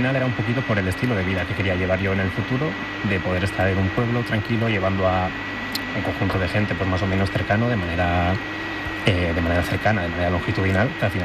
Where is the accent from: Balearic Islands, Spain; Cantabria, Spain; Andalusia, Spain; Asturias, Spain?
Cantabria, Spain; Limpias; Soy de Limpias y me queda más o menos lo mismo.